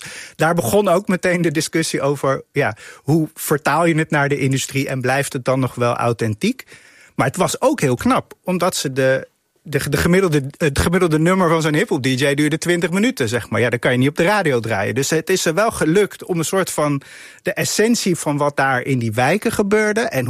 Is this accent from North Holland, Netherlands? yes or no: no; The Hague, South Holland, Netherlands